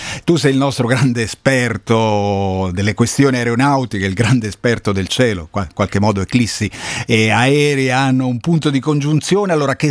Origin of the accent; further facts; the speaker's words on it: Genoa, Liguria, Italy; born there; abbiamo scelto la Liguria, non perché la mia terra d'origine